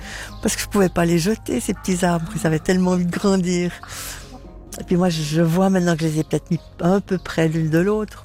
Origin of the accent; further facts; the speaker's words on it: Basel, Basel-Stadt, Switzerland; J'ai grandi à Bâle, mais j'étais beaucoup, beaucoup placée.